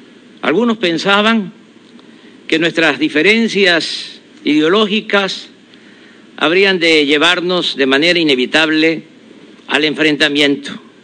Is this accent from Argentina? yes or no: no; Mexico